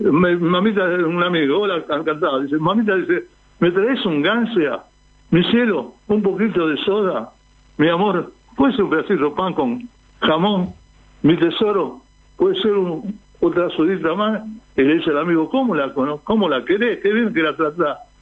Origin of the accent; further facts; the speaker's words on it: Buenos Aires, Argentina; yo soy porteño. Mi papá y mi mamá se conocieron en Almagro bailando tango.